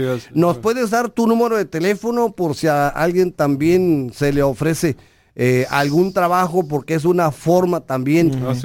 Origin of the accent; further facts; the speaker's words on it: Ensenada, Baja California, Mexico; yo soy de ensenadense, sí.